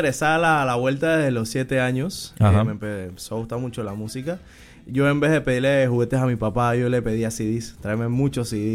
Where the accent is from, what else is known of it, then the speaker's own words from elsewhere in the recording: Panama; Yo soy de Cocle, exactamente.